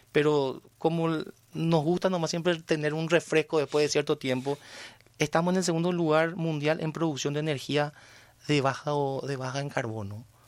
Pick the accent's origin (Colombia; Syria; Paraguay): Paraguay; Como paraguayos sabemos de que nuestro lema es vencer o morir.